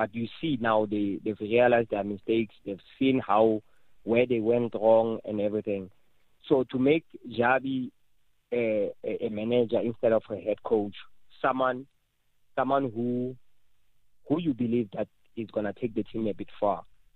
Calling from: South Africa; if I was not being a South African

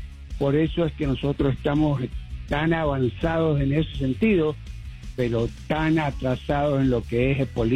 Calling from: Argentina; Yo soy argentino

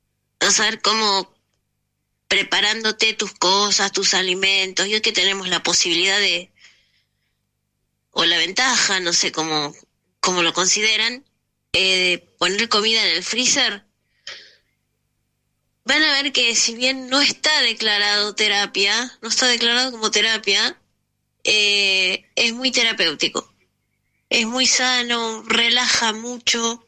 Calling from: Buenos Aires, Argentina; de Caballito

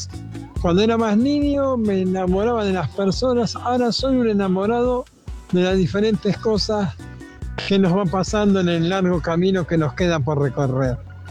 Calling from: Buenos Aires, Argentina; de Villa Pueyrredón

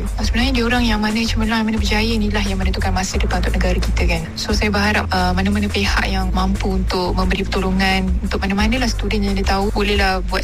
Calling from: Kampar, Perak, Malaysia; Saya daripada Kampar.

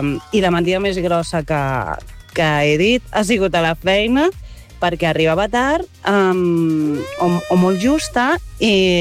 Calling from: Terrassa, Catalonia, Spain; de Terrassa

